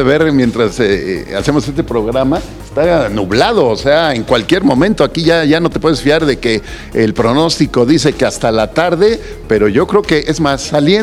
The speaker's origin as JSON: {"language": "Spanish", "country": "Mexico", "said": "No, yo soy orgullosamente mexicano y nada más."}